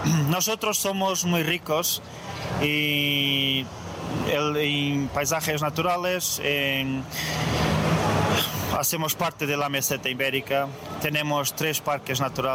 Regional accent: Norte, Portugal; Dedícate a Santo Esteban, que es un santo de mi pueblo

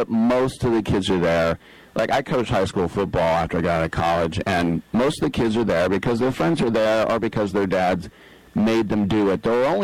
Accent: California, United States; and growing up in California, I didn't have hockey.

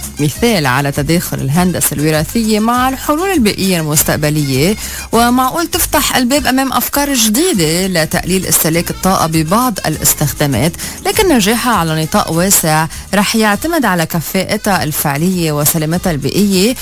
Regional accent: Lebanon

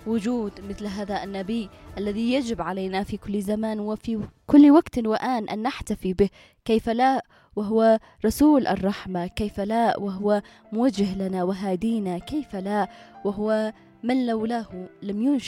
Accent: Yemen; بلادنا اليمنية

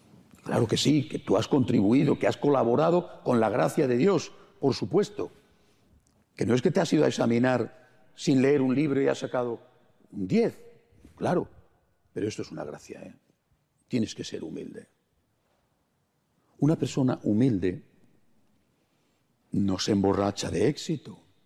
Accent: Spain; En mi país, en España, no teníamos niños.

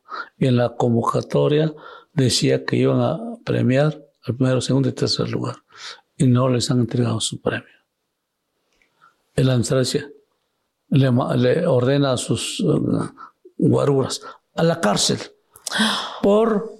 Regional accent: Taniche, Oaxaca, Mexico; now in Mexico City, Mexico; Taneche, que es mi pueblo

